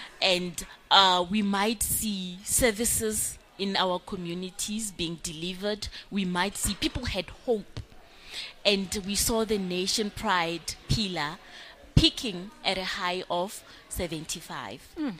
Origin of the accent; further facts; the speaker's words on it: South Africa; And if I'm disappointed, then I'm going to have a very low ranking of myself as a South African.